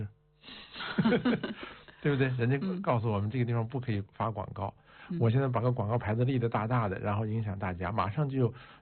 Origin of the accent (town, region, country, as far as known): China